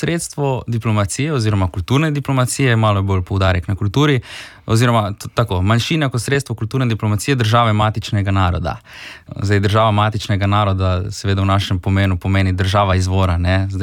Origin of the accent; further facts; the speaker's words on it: Rijeka, Primorje-Gorski Kotar County, Croatia; sem reški Slovenc, v bistvu, da prihajam iz Reke